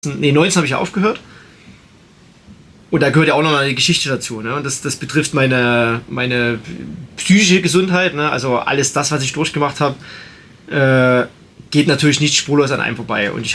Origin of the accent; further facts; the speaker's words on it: Belgium; ich bin als Belgier auf Nummer 1 ins Ziel gekommen